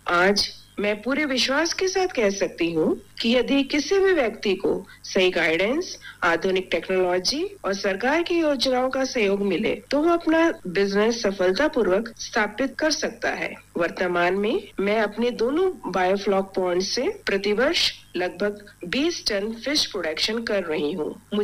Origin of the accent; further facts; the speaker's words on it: Bhopal, Madhya Pradesh, India; और मैं भोपाल मध्य प्रदेश की निवासी हूँ।